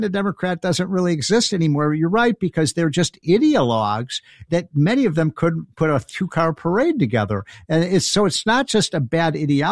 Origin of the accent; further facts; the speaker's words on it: Chicago, Illinois, United States; when I grew up in Chicago